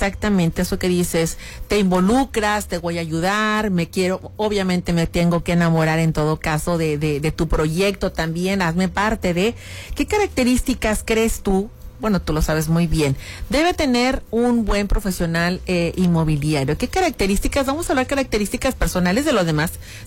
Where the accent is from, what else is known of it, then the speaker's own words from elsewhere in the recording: Colima, Mexico; now in Piedras Negras, Mexico; Yo la segunda vez que vivo aquí, fíjate, la primera dije, bueno, nunca más me voy para allá, mi terruño, para allá, para Colima. Pues, ¿qué crees? Que al año y medio, 2 años, ahí vengo de regreso